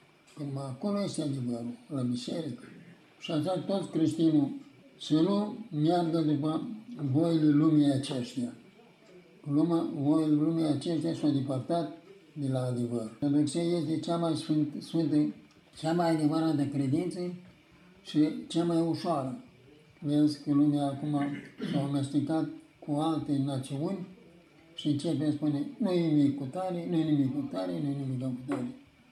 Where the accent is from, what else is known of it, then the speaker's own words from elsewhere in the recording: Romania; odată cu cunoașterea noastră ca român, odată a devenit creștin ortodox.